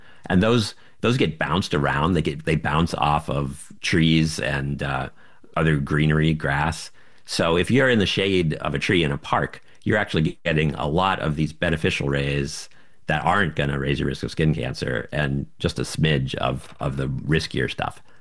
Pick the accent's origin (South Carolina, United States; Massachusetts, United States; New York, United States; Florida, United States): Florida, United States; moved away; I grew up in Florida